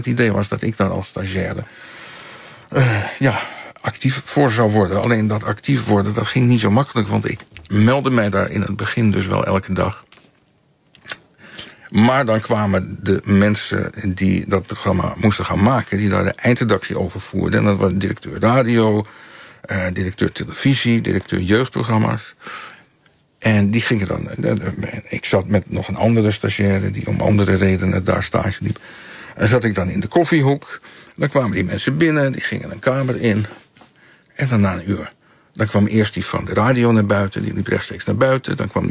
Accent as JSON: {"language": "Dutch", "country": "Netherlands", "tie": "born there", "said": "Ja, want ik ben in Nederland geboren."}